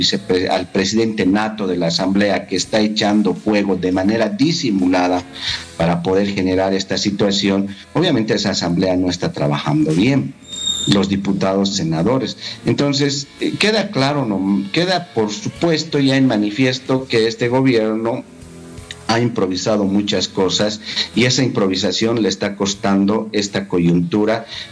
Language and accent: Spanish; Bolivia; algo que los bolivianos habíamos dicho, enterremos.